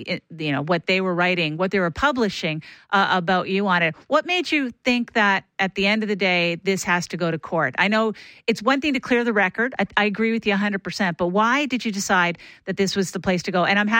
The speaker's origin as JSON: {"language": "English", "town": "Whitney Pier", "region": "Nova Scotia", "country": "Canada", "tie": "born or raised there", "said": "I am too, dude. I grew up in Whitney Pier."}